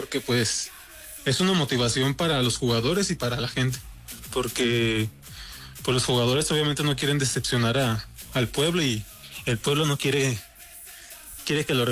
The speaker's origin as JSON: {"language": "Spanish", "town": "León", "region": "Guanajuato", "country": "Mexico", "said": "Soy de León, Guanajuato."}